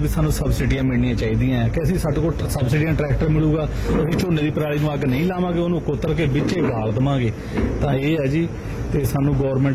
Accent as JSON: {"language": "Punjabi", "town": "Lutera Kalan", "region": "Punjab", "country": "India", "tie": "born or raised there", "said": "ਮੇਰਾ ਪਿੰਡ ਲੁਟੇਰਾ ਕਲਾਂ"}